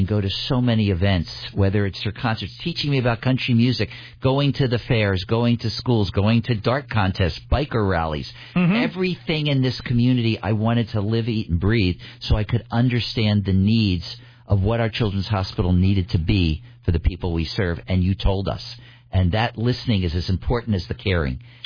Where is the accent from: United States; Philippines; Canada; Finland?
United States; Philadelphia, Pennsylvania; In Philadelphia.